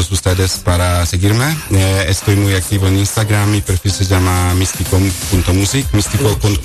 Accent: Poland; Específicamente de Polonia.

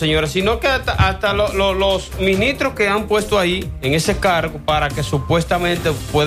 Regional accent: Dominican Republic; Nosotros, como dominicanos

